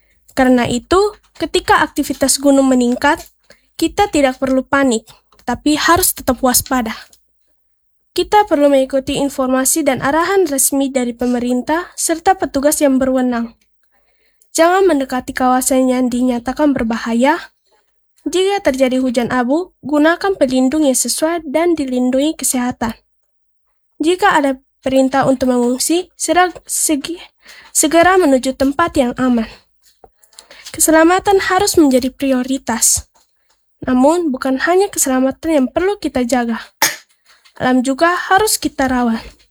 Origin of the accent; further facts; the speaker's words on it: East Nusa Tenggara, Indonesia; born there; sebagai anak Nusa Tenggara Timur, saya ingin terus belajar mengenal tanah kelahiran saya.